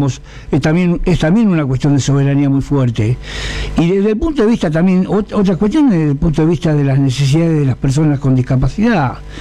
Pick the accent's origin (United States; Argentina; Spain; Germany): Argentina; now in Casilda, Argentina; ciudadanos argentinos